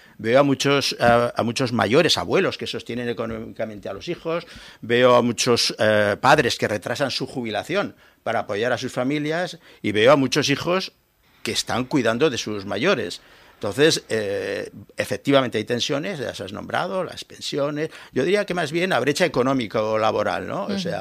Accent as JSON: {"language": "Spanish", "town": "Zaragoza", "region": "Aragon", "country": "Spain", "tie": "born there", "said": "Los aragoneses de hoy, los zaragozanos de hoy, no somos los zaragozanos de ayer. No podemos pensar exclusivamente en los que nacimos aquí."}